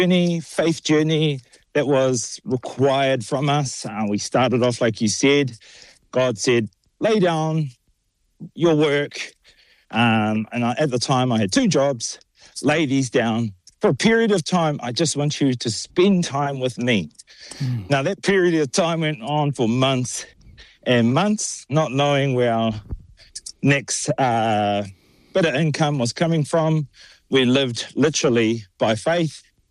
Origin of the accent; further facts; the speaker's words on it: Auckland, New Zealand; Growing up in Auckland City, you're more susceptible to the city life and the hustle and bustle, the dark alleyways, the streets.